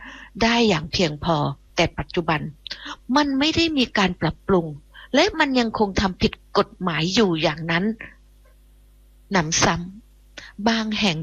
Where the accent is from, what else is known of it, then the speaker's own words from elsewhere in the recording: Phuket, Thailand; now in Bangkok, Thailand; ดิฉันนี่จากเกาะดิฉันเป็นคนภูเก็ตเนาะดิฉันเป็นคนเกาะนะมาอยู่กรุงเทพโดนนานแปลว่ามาอยู่กรุงเทพนานก็มาตั้งแต่เรียนหนังสือ